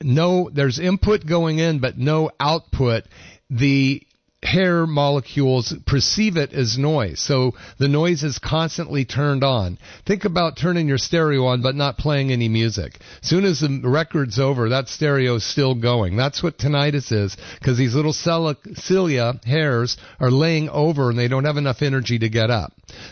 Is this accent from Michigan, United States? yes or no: no; Berkeley, California, United States; I would listen to all of the rock and roll from the 70s when I grew up in Berkeley